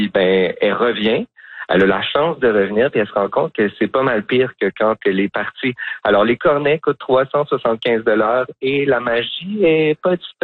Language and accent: French; Quebec, Canada; Puis comme je viens de la Gaspésie, ici, de la baie des Chaleurs, ben pour moi, c'est vraiment, un moment super important